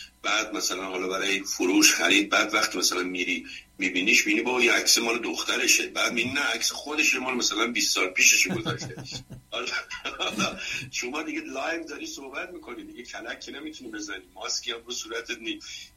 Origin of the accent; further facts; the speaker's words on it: Iran; now in Washington, United States; البته به قول هندی، هر اهل هر کجا که باشیم ما همه ایرانی هستیم، ولی وقتی آدم صدای آشنا می‌شنوه خود به خود قلقلکش میشه.